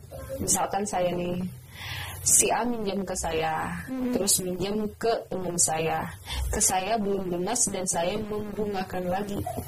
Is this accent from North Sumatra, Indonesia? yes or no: yes; North Sumatra, Indonesia; born or raised there